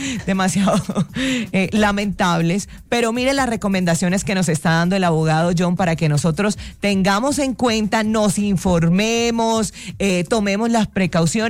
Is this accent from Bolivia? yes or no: no; Caribbean coast, Colombia; accent: costeño; yo soy costeño y los costeños hablamos así